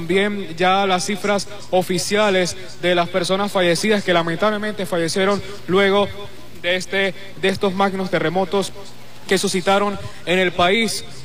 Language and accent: Spanish; Venezuela; unidos como hermanos que somos, como venezolanos que somos